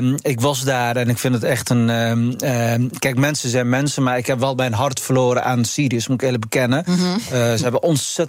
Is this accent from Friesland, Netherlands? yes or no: no; Arnhem, Gelderland, Netherlands; ik kom toevallig oorspronkelijk uit Arnhem, dat ineens raketten over mijn hoofd heen vliegen in de wijk Prezenkaven of Klarendal.